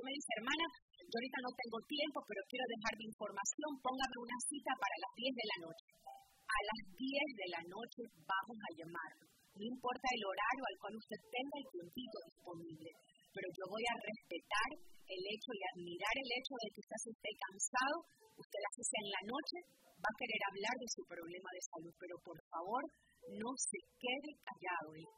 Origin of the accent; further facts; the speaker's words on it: Ecuador; moved away; Yo soy ecuatoriana, yo cuando voy a mi país